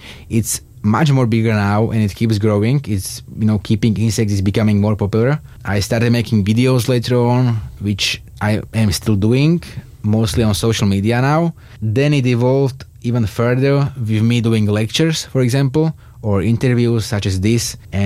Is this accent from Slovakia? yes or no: yes; Biely Kostol, Trnava Region, Slovakia; I'm from Bielý Kostol in Slovakia.